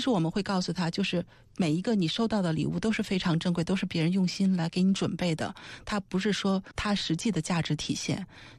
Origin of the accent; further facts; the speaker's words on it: China; 因为我们身为中国人